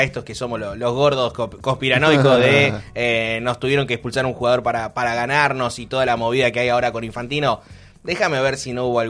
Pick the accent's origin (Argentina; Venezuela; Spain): Argentina; Estamos muy mal acostumbrados los argentinos.